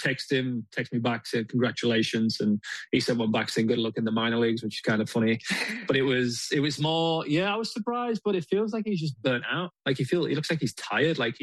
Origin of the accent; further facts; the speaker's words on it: Durham, North East England, United Kingdom; I've played with him since, as you just said, Alison, as a kid growing up in Durham